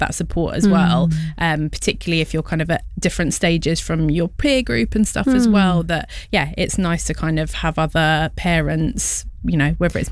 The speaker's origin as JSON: {"language": "English", "region": "South East England", "country": "United Kingdom", "tie": "born or raised there", "lives_now": "Croydon, United Kingdom", "said": "I grew up in Tandridge, so yeah, just outside of Croydon."}